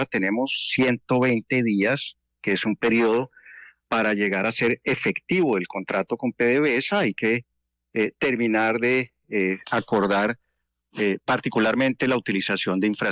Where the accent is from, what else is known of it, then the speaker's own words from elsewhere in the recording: Colombia; Uno cuando llega como colombiano